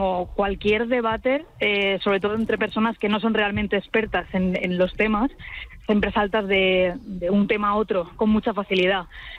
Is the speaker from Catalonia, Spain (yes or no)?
no; Valencia, Valencian Community, Spain; yo soy de Valencia, entonces estrenar y jugar en casa siempre es una maravilla.